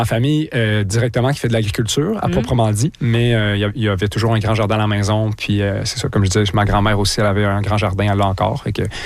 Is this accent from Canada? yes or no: yes; Quebec, Canada; moved away as an adult; now in Saguenay, Canada; Puis Alexandre et moi, on vient de la région de Québec.